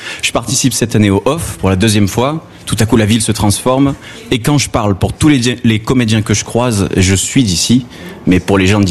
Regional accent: Occitanie, France; accent: accent du Gard; vous l'entendez certainement, ben je suis d'ici. Hein. Enfin, ça dépend à qui vous demandez, hein, puisque moi je suis du Gard. Voilà. Alors quand je suis en France ou ailleurs, eh bien, quand on me demande d'où je viens, je réponds systématiquement, ben, je viens d'Avignon, parce que tout le monde connaît.

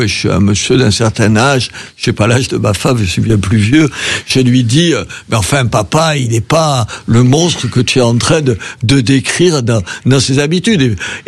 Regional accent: south of France, France; alors peut-être que je suis du Midi, donc je m'emballe

